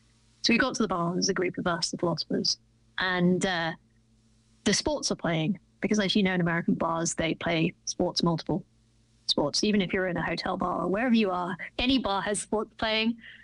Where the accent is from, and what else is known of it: England, United Kingdom